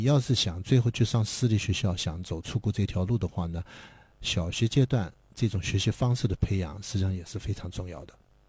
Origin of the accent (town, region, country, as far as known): China